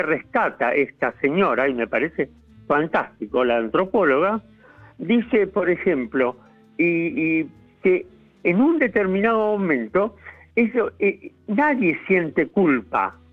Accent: Tigre, Buenos Aires Province, Argentina; ¿Cómo no? … soy de Tigre.

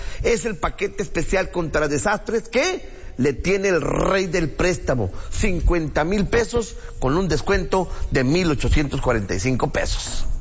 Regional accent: Mexico; como buenos mexicanos siempre decimos, no me va a pasar.

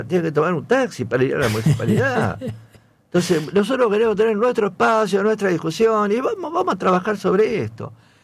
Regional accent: Rosario, Santa Fe, Argentina; los municipales, que también somos rosarinos.

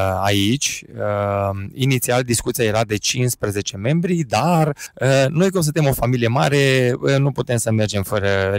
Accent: Bihor County, Romania; Am început cu Bihorul, bineînțeles, pentru că de acolo provenim.

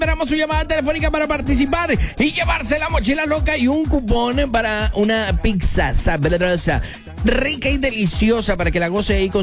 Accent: Mexico

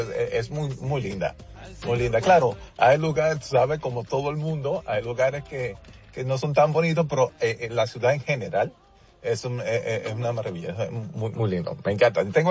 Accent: Dominican Republic; now in Chicago, United States; soy de hogar cristiano, soy hijo de pastores. Soy dominicano, aunque vivo aquí en Chicago, pero soy dominicano y mis padres todavía son pastores allá en la República Dominicana.

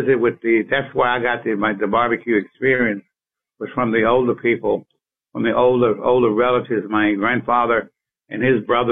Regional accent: Nacogdoches, Texas, United States; my mom and the family moved to Nacogdoches when I was 2 years old.

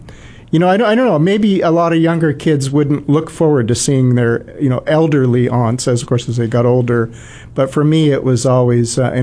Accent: Minnesota, United States; Well, I'm a Scandinavian, as you said, which puts me squarely in Minnesota, where I grew up with my parents, I should say, who were both farmers.

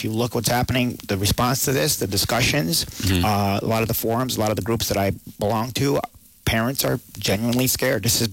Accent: Rotterdam, New York, United States; just opened up a new day hab right in my hometown of Rotterdam.

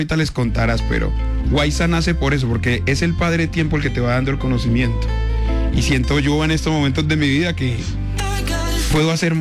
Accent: Medellín, Antioquia, Colombia; él es del Baudó, él es de Puerto Melú, yo soy de acá de Medallo, entonces nos intercambiamos ahí las cosas

